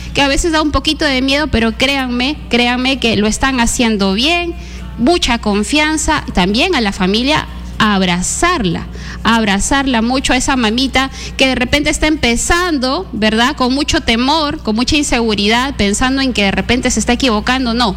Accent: Lambayeque, Peru; mamitas lambayecanas, mamitas chiclayanas de Ferreñafe, de Lambayeque, de Chiclayo, de los 38 distritos que conforman nuestra región Lambayeque

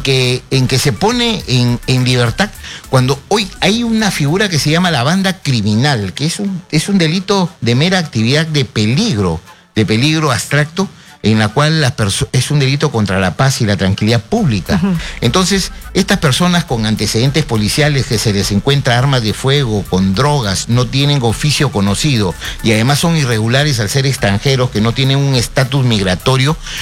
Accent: Peru; todos somos peruanos

